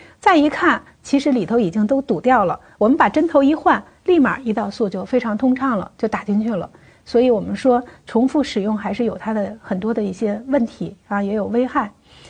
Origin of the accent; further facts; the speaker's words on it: China; 我们中国人